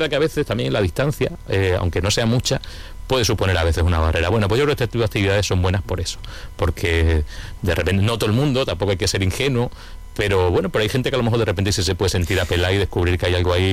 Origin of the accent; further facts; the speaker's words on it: Plasencia, Extremadura, Spain; los placentinos tendremos a ser como muy críticos con Plasencia